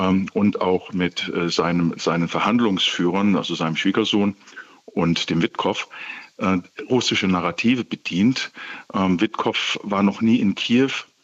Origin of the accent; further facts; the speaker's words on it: Germany; Und wir sollten uns auch persönlich in Europa sehr klar werden als Deutsche, dass inzwischen wir mehr von der Ukraine abhängig sind als die Ukraine von uns.